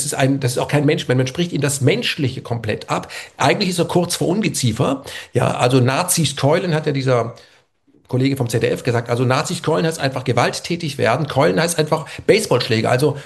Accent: Germany; Weil ich bin in Deutschland groß geworden, da gab es auch die RAF

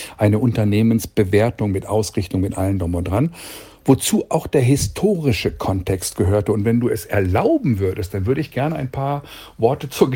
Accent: Lower Saxony, Germany; moved away

